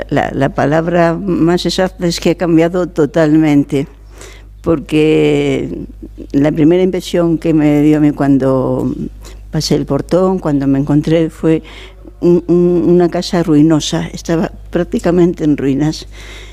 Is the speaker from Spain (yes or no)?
yes; Castile and León, Spain; born or raised there; moved away